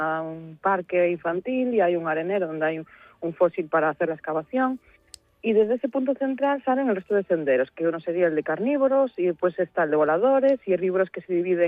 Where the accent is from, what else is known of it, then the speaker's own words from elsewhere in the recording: Outeiro de Rei, Galicia, Spain; Bueno, yo soy Outeiro de Rei